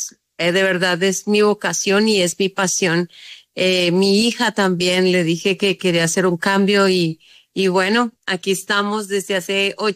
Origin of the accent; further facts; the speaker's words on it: Huila, Colombia; yo soy del Huila